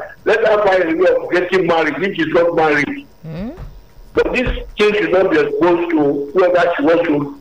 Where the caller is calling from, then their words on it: Alimosho, Lagos, Nigeria; I'm calling from Alimosho.